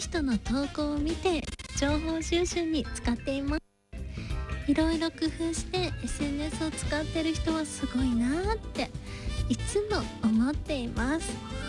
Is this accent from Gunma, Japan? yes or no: no; Yamaguchi, Japan; インスタでは地元山口県のラーメン仲間からの信用度は高いと思っています。